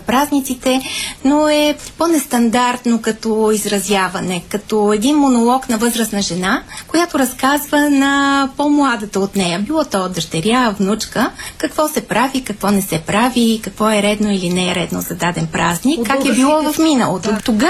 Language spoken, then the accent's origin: Bulgarian; Bistritsa, Sofia City, Bulgaria; От Бистрица съм, да, от Бистрица. Цял живот